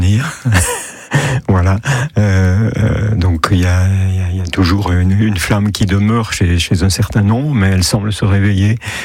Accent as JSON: {"language": "French", "country": "France", "said": "particulièrement chez nous en France."}